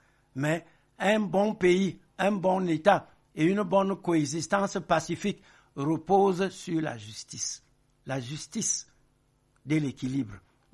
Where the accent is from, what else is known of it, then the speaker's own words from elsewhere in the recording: Cameroon; Nous sommes tous des Camerounais, on est tous des frères à part entière. Hein. Voilà, on est libre de s'installer partout au Cameroun.